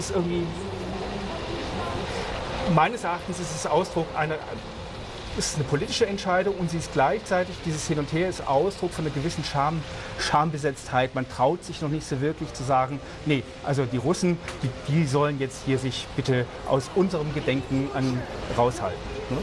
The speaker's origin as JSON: {"language": "German", "region": "West Germany", "country": "Germany", "tie": "born there", "said": "Also ich bin in Westdeutschland geboren."}